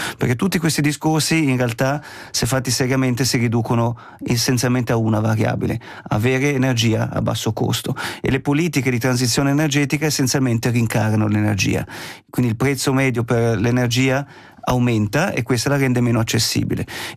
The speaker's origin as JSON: {"language": "Italian", "region": "Ticino", "country": "Switzerland", "said": "lo sappiamo bene da ticinesi"}